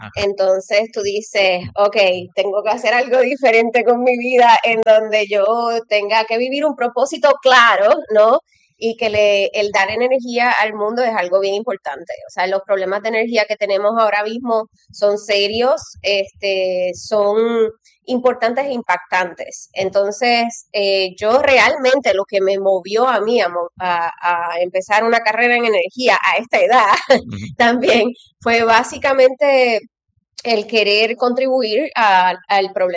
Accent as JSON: {"language": "Spanish", "town": "Jayuya", "country": "Puerto Rico", "tie": "born or raised there", "said": "Pues yo soy de Jayuya, Puerto Rico. Estudié me gradué de la High School Croem en Mayagüez, pero me crié en Jayuya."}